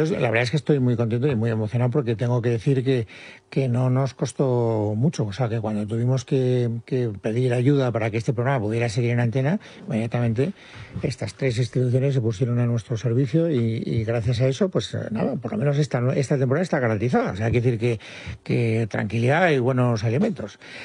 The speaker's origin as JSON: {"language": "Spanish", "town": "Castellón", "region": "Valencian Community", "country": "Spain", "said": "Es que como vengo de Castellón, todavía vengo con la mentalidad levantina."}